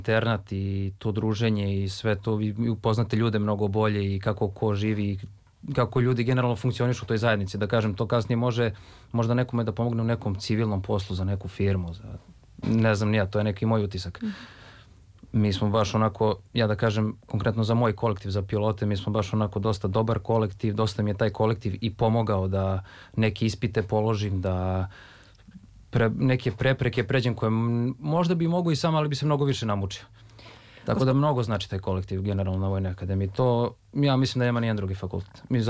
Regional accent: Belgrade, Serbia; Ja sam iz Beograda, živim tu kod Sava centra.

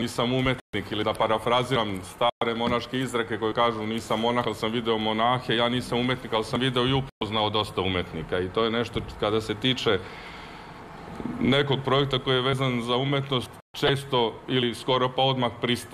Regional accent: Dalmatia, Croatia; Kod nas u Dalmaciji već sada skoro počne da bude trava ili žuta

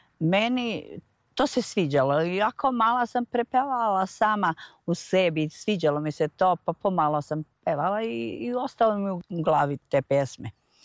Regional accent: Brezovica, Kosovo; born there; now in Štrpce, Kosovo; s obzirom da živim na selu i dan danas, da sam ovde u Štrpce, rođena sam na Brezovici, a udata u Štrpce

